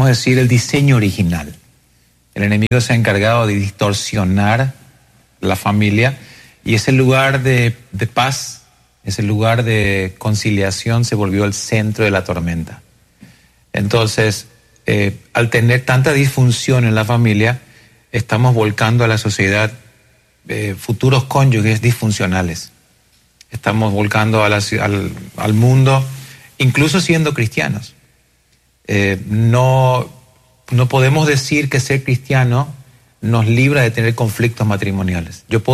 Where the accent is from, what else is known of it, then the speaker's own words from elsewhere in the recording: Paraguay; now in Oklahoma, United States; Yo soy paraguayo.